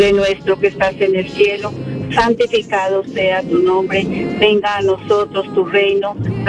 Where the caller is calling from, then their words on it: Riverside, California, United States; te llamo acá de Riverside.